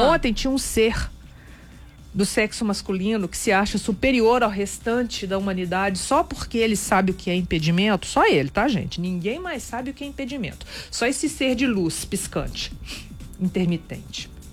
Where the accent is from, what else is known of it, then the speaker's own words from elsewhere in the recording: Minas Gerais, Brazil; eu sou um bichinho desconfiado, sou mineira